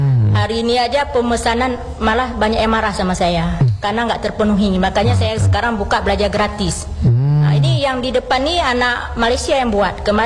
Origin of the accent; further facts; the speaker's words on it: Aceh Besar, Aceh, Indonesia; Dan tidak mesti Aceh Besar. Kita dari Aceh Besar.